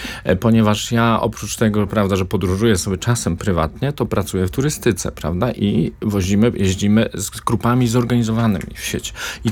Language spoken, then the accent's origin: Polish; Podlaskie Voivodeship, Poland; born there; moved away; to jest taka mała wioska, skąd ja pochodzę z urodzenia, na ziemia suwalska